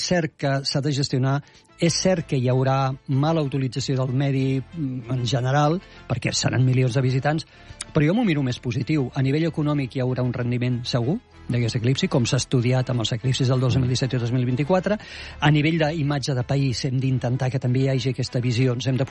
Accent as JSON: {"language": "Catalan", "town": "Tarragona", "region": "Catalonia", "country": "Spain", "tie": "born there", "said": "Mira, jo soc nascut a Tarragona i sé el que es menja allà i a les Terres de l'Ebre, la meva mare va néixer a Falset."}